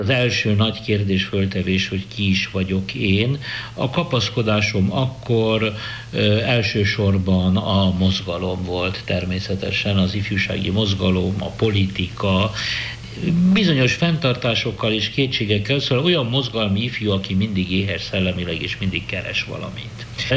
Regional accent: Budapest, Hungary; kezdőfázis, amikor én lipotvárosi, polgári, jól nevelt, vallásos zsidó kisfiú vagyok. 1933-tól, amikor születtem, mondjuk tart 43-44-ig az első 10 év.

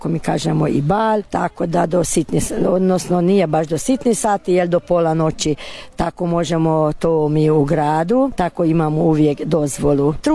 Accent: Harkány, Baranya, Hungary

